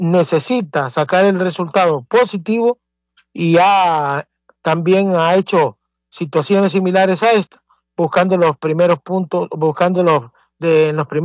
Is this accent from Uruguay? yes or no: no; Honduras; donde Don Kilber nos tocó también en algún momento sufrir como hondureños, digo, en el tema de selección nacional.